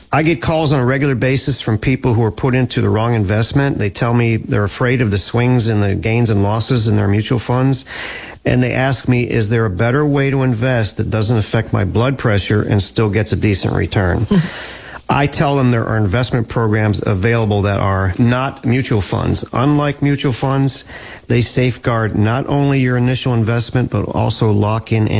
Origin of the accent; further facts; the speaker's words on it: Harrisburg, Pennsylvania, United States; I was born and raised in the Harrisburg area, went to school and college locally.